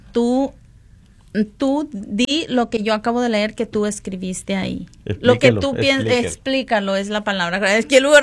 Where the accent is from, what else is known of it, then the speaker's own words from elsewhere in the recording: Sonora, Mexico; los que somos de Sonora